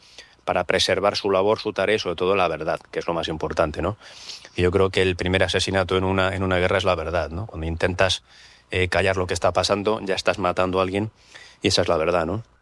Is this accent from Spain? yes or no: yes; Spain; Pero como español tengo que decir que me siento muy honrado y muy agradecido a infinidad de compatriotas españoles